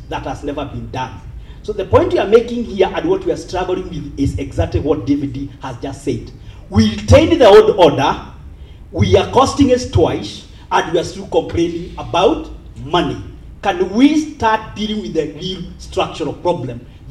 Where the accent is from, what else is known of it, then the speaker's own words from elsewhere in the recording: Kenya; I'm a Kenyan.